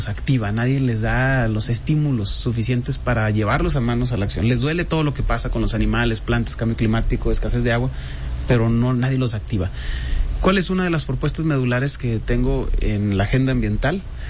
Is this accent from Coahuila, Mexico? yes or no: yes; Coahuila, Mexico; como mexicanos, sí, como coahuilenses.